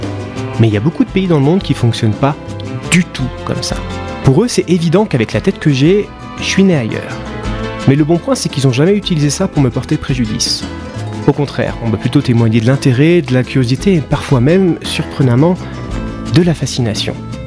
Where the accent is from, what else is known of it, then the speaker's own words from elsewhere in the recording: France; J'ai grandi en France